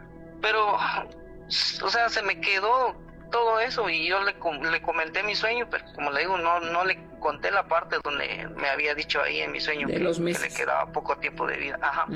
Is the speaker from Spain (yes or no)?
no; Guatemala; Sí, yo soy de Guatemala, ella allá en el pueblo.